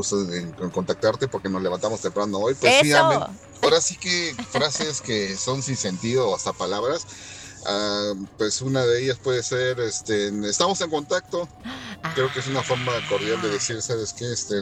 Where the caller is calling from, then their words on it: Mexico